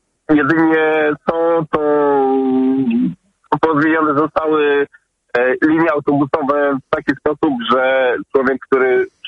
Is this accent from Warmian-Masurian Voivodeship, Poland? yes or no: yes; Elbląg, Warmian-Masurian Voivodeship, Poland; now in Gdańsk, Poland; Pochodzę z mniejszej miejscowości, bo pochodzę z Elbląga. Obecnie mieszkam w Gdańsku.